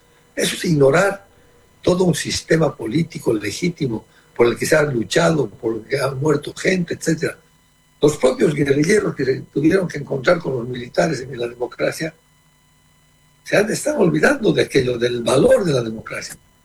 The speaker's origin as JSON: {"language": "Spanish", "country": "Bolivia"}